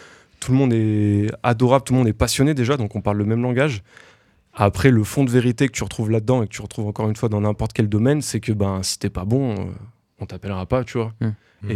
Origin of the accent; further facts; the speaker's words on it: Valence, Auvergne-Rhône-Alpes, France; je suis de Valence.